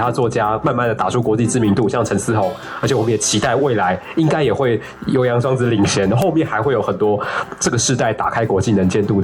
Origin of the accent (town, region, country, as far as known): Taiwan